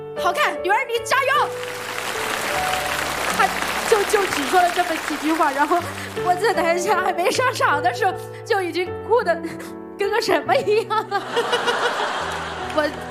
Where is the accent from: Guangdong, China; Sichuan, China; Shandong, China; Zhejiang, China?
Sichuan, China; Kaijiang; 我来自四川开江县新街乡老街村的一个农村姑娘，